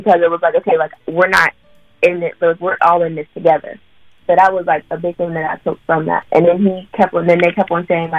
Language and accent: English; Rankin, Pennsylvania, United States; And I'm from Rankin.